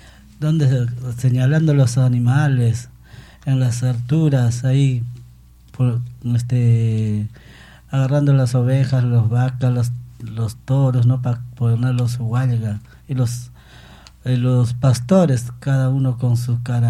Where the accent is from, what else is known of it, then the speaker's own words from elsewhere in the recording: Huancavelica, Peru; en mi tierra Huancavelica, de Huayahuara soy